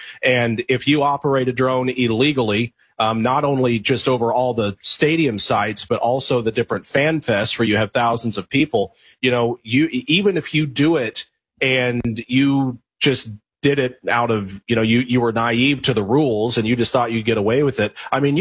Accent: United States; as an American citizen

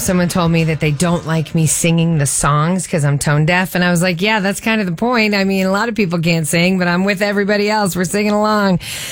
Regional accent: Thornton, Colorado, United States; growing up in Thornton

